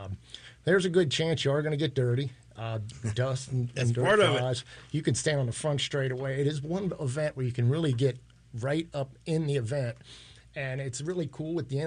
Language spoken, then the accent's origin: English; Frederick County, Maryland, United States; I was born and raised in Frederick County.